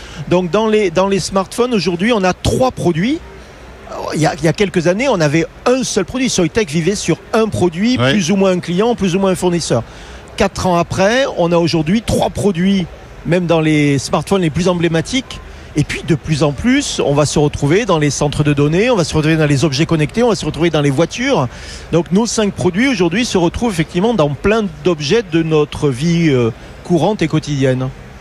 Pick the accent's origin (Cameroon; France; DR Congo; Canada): France; Non, honnêtement, c'est pas parce que je suis français que je le dis